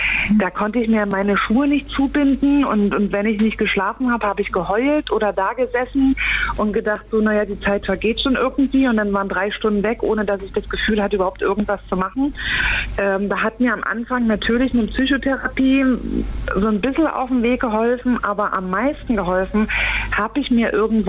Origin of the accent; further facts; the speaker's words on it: East Germany, Germany; Ich bin ein Kind des Ostens